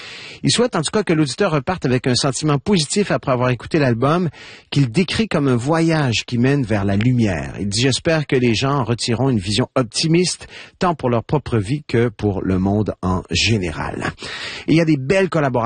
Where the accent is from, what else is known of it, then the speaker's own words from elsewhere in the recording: Canada; chez nous au Canada